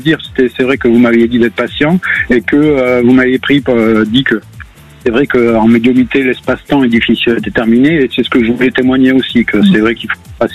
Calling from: Nouvelle-Aquitaine, France; Je suis dans la région Nouvelle-Aquitaine.

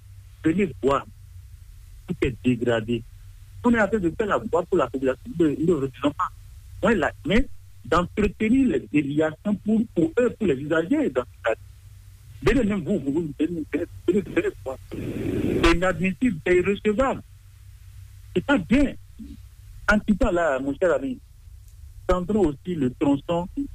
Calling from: Benin; On aime notre pays, le Bénin. Alors, nous sommes béninois, nous sommes plus béninois, et nous sommes fiers d'être béninois.

